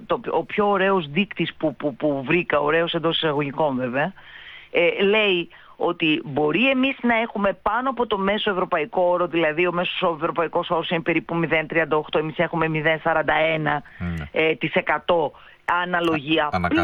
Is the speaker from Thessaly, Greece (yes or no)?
yes; Thessaly, Greece; Αυτή τη στιγμή δεν έχει αποκατασταθεί ο τόπος μου